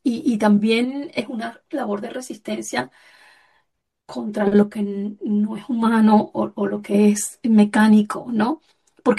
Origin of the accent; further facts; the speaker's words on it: Venezuela; moved away; somos venezolanas todas en el exilio